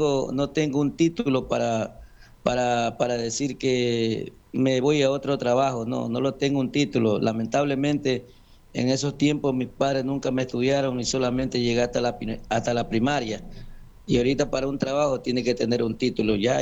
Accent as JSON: {"language": "Spanish", "country": "Ecuador", "lives_now": "Manta, Ecuador", "said": "somos 14 millones ecuatorianos"}